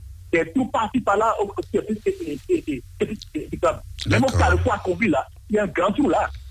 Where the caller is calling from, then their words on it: Benin; On aime notre pays, le Bénin. Alors, nous sommes béninois, nous sommes plus béninois, et nous sommes fiers d'être béninois.